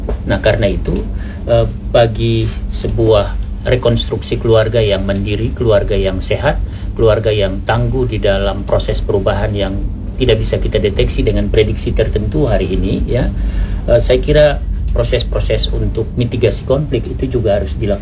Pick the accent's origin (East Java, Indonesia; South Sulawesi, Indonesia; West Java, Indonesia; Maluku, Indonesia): Maluku, Indonesia; kita orang Maluku ini adalah orang yang berperadaban, bukan saja di Nusantara tapi di dunia ya.